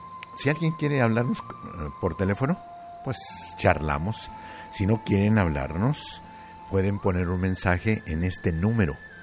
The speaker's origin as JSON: {"language": "Spanish", "country": "Mexico", "said": "nosotros, como somos mexicanos"}